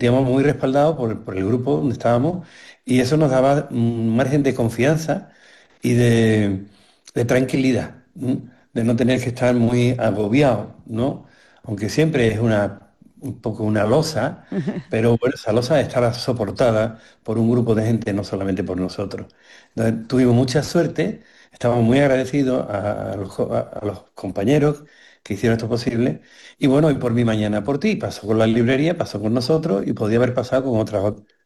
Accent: Murcia, Region of Murcia, Spain; yo soy de Murcia, yo tengo la comunidad mía, abarca 50 kilómetros en cualquier dirección, estoy fuera, ¿no?

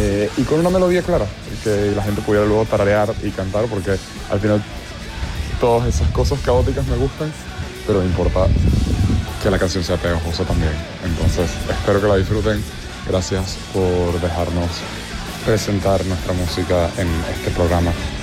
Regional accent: Venezuela; now in Spain; yo, como persona venezolana

